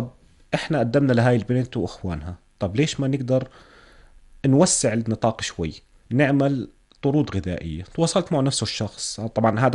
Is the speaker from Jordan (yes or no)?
yes; Jordan; عم بحكيها كأردني،